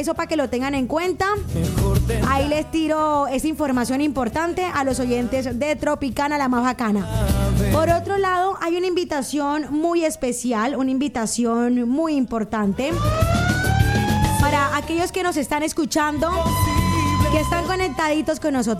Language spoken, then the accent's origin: Spanish; Colombia; conectarnos como colombianos